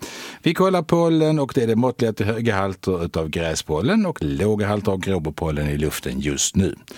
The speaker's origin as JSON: {"language": "Swedish", "region": "Skåne", "country": "Sweden", "said": "eftersom jag är skåning."}